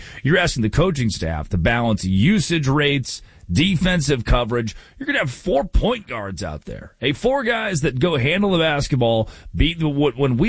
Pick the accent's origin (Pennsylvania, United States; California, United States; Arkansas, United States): Arkansas, United States; When I was growing up in Arkansas, it was the closest.